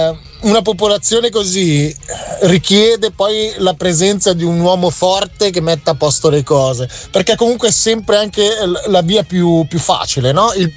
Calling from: Milan, Lombardy, Italy; da Milano

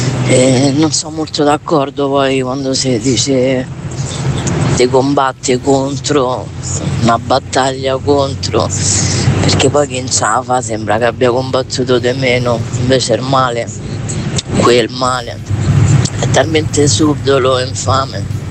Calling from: Rome, Lazio, Italy

